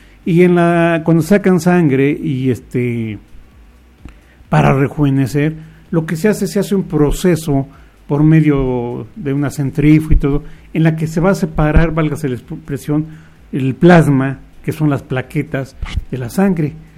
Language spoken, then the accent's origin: Spanish; Mexico City, Mexico; now in Apizaco, Mexico; No, soy de la Ciudad de México, nada más. Okay. Que tengo aquí trabajando 48 años.